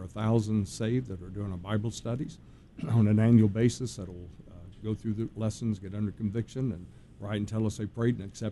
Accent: Georgia, United States; Born and raised in the South, in the North Georgia area.

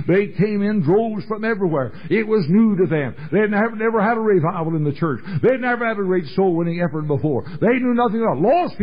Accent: Louisville, Kentucky, United States; also born or lived in Indiana; My mother and dad came out of the state of Indiana. I was born in Indiana, came to Louisville when I was just a boy.

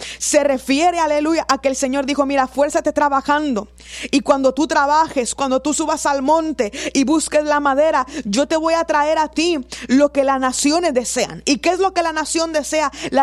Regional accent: Río Bravo, Tamaulipas, Mexico; Yo soy de Río Bravo, aleluya.

